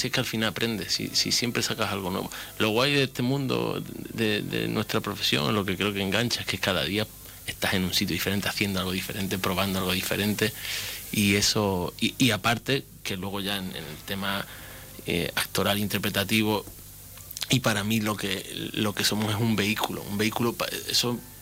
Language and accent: Spanish; Ceuta, Spain; la población ceutí, a los caballas que estamos pasando ahora por un momento complicado